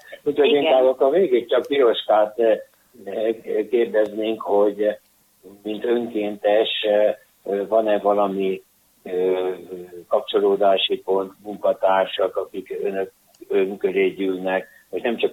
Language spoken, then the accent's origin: Hungarian; Somogy, Hungary; Ugye mifelénk Somogyba, honnan én származom